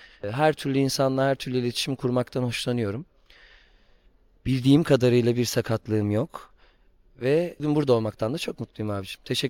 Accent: Istanbul, Turkey; ben İstanbul Fatih'te doğdum, büyüdüm. Hem böyle muhafazakar hem çok illegal bir yerdi ve çocukluğum da sokakta geçti açıkçası.

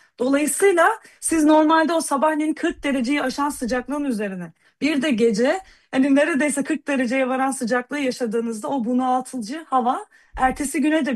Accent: Adana, Turkey; moved away as an adult; now in Germany; ben hani bir Adanalı olarak

